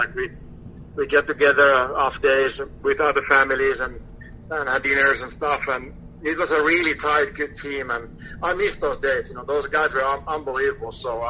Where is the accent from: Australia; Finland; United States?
Finland; Growing up in Finland, you know, we don't have a trade. Coming over here and realize it's all business